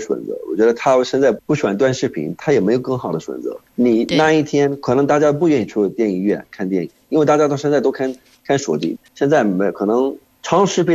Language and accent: Chinese; Jordan; 我是来自约旦的